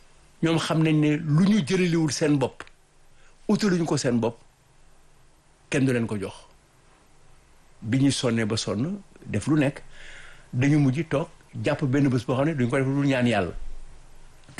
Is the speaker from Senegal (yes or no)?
yes; Senegal; Nous sommes Sénégalais.